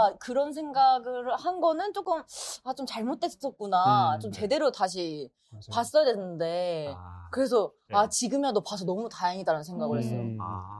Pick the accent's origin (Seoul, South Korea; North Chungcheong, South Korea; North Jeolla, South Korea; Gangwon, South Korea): North Jeolla, South Korea; Muju; 제가 무주 사람인데